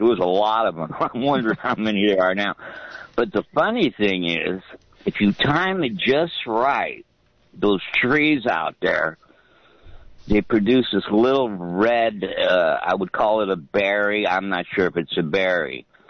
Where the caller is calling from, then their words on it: Santa Cruz, California, United States; Here in Santa Cruz.